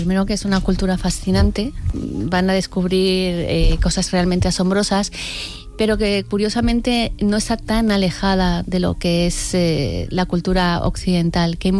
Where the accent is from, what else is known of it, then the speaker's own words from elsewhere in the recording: Spain; son un poco cachondillos, como somos los españoles, ¿no?